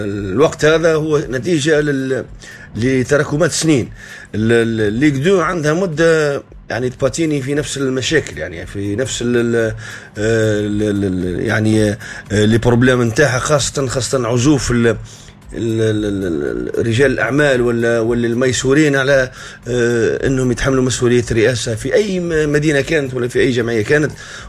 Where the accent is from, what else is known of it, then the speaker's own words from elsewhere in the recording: Metlaoui, Gafsa Governorate, Tunisia; born there; أنا ولدت في المتلوي لكن ولد قرقنا، يعني أصلي قرقني، الوالد بتاعي قرقني